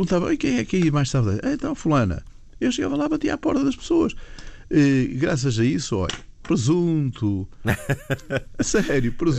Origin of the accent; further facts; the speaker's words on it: Madeira, Portugal; born there; as minhas raízes, eu nasci na Madeira por um mero acaso. A minha mãe era inglesa, tem nada a ver com esta coisa, com esta zona. O meu pai é do Douro